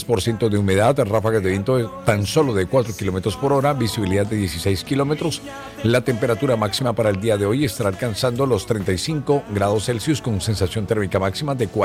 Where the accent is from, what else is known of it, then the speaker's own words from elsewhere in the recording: Caribbean Region, Colombia; born there; Y nosotros que nacimos en el Caribe colombiano somos recontra chéveritos.